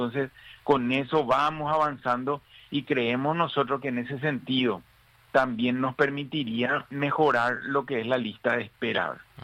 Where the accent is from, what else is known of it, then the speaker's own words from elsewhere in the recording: San Lorenzo, Central, Paraguay; Yo soy de San Lorenzo, imagínense, nada más a 10 a 14 kilómetros